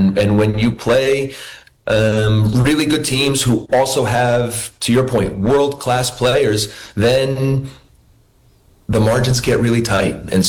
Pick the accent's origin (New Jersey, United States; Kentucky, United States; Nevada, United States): New Jersey, United States; Princeton; And so I grew up, I was born in Princeton, New Jersey. My dad was head coach at Princeton Univers